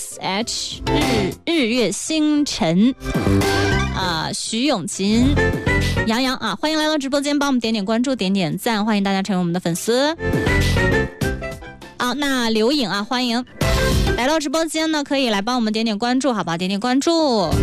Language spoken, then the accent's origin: Chinese; Qinghai, China; 看咱们青海人选青对不对啊